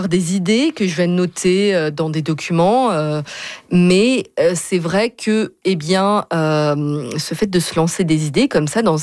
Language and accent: French; France; en tout cas, moi, je viens de France. En France, il y a peut-être plus, on dit toujours, il y a le côté organique d'écrire un film.